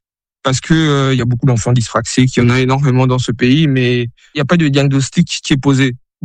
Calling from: Libreville, Estuaire, Gabon; J'ai 38 ans et je vous appelle depuis Libreville.

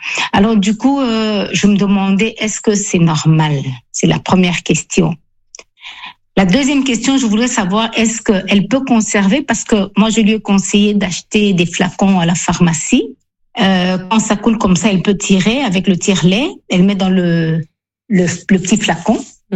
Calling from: Lyon, Auvergne-Rhône-Alpes, France; j'habite à Lyon

